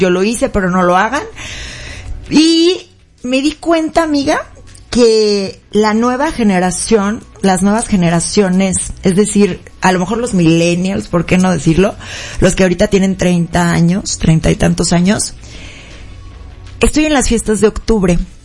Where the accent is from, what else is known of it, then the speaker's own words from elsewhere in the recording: Guadalajara, Jalisco, Mexico; Yo soy tapatía 100% y amo Guadalajara